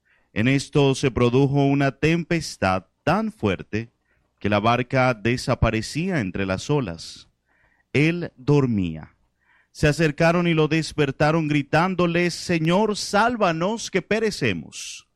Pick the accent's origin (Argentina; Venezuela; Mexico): Venezuela; now in Colombia; como venezolano en el exterior, me ha tocado, no sé si se entiende este dicho aquí en Colombia, hacer de tripas corazón.